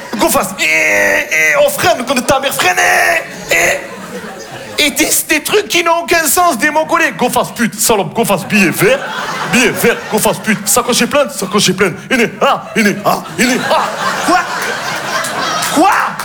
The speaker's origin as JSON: {"language": "French", "town": "Marseille", "region": "Provence-Alpes-Côte d'Azur", "country": "France"}